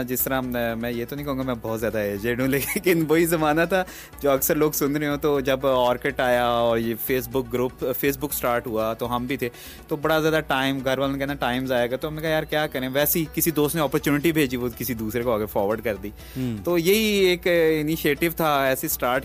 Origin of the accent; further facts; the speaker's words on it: Multan, Punjab, Pakistan; moved away as an adult; also born or lived in South Korea / Netherlands / Italy; now in Faisalabad, Pakistan; میں نے ملتان میں بالکل میں پیدا ہوا اور وہیں میری تعلیم ہے، کالج سے، ملتان گورنمنٹ کالج سے